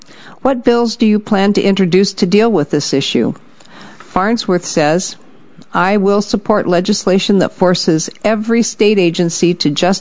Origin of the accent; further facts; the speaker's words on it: Gilbert, Arizona, United States; I am a seventh generation Arizonan, born and raised in Gilbert. I'm a proud graduate of Gilbert High School and ASU.